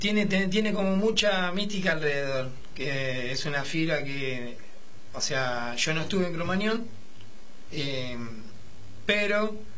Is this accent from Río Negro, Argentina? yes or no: no; Berazategui, Buenos Aires Province, Argentina; yo soy de Berazategui.